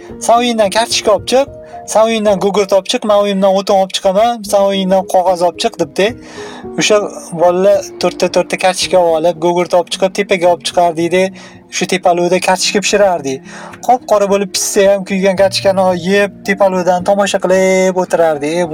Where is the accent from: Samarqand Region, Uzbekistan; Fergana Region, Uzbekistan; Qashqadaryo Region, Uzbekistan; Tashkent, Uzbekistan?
Tashkent, Uzbekistan; Men o'zi Chig'atoy Oqtepada katta bo'lganman.